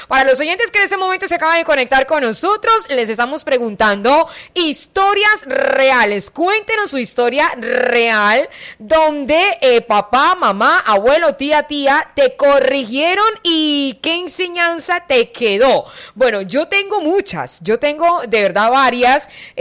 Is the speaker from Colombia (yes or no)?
yes; Cúcuta, Norte de Santander, Colombia; also born or lived in the Caribbean coast of Colombia; Y desde los 3 años vivo en Cúcuta. Yo soy de otra parte, yo soy de la costa, pero me trajeron